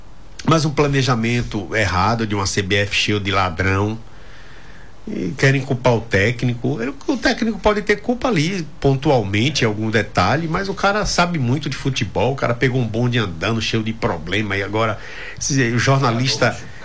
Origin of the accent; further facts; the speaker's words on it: Brazil; nós somos brasileiros